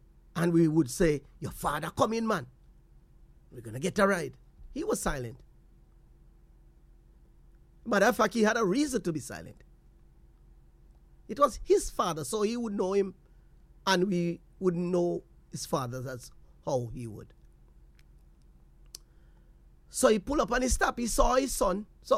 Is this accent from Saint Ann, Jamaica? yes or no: no; Portland Cottage, Clarendon, Jamaica; I remember when I was growing up in Portland Cottage.